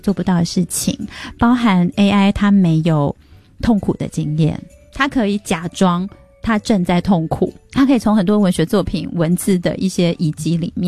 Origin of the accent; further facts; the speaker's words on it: Taiwan; 我们台湾人才知道的系统。